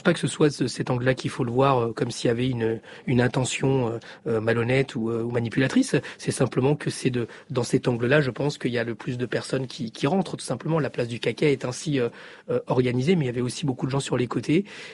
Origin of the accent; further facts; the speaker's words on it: Chile; now in France; Je viens du Chili. Je suis fils d'exilé politique. Je suis en France parce que l'extrême droite a pris le pouvoir de la pire des manières.